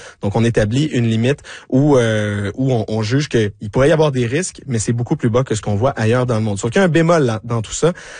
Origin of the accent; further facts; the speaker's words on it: Quebec, Canada; chez nous au Québec.